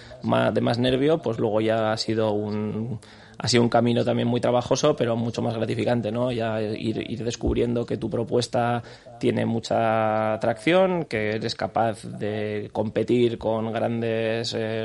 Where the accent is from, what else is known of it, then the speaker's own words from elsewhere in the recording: Bilbao, Basque Country, Spain; Por supuesto, somos de Bilbao.